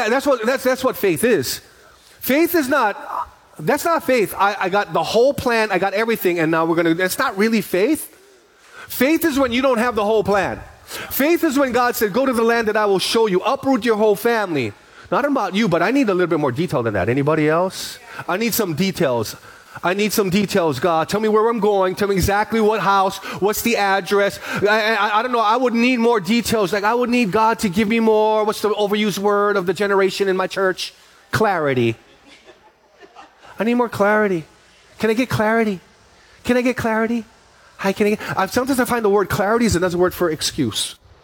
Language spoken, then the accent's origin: English; Honokaa, Hawaii, United States; We grew up on Honokaa on the Big Island